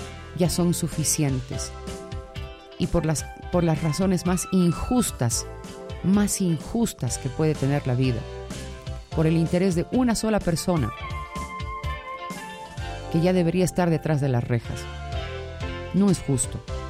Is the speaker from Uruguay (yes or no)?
no; Bolivia; Somos el centro de Sudamérica y somos uno de los países menos desarrollados de la región.